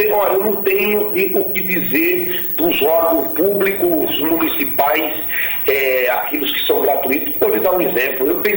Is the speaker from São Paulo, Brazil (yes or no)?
no; Paraíba, Brazil; moved away; É que eu trouxe quando eu vim da Paraíba.